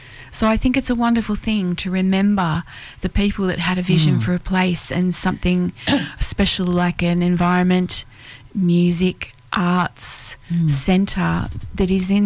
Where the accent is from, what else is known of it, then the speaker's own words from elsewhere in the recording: Sydney, New South Wales, Australia; also born or lived in Blue Mountains; now in Mystery Bay, Australia; Well, Richard and I both grew up in Sydney, but we sort of took off, both of us, pretty quickly. So I spent most of my younger years in the Blue Mountains.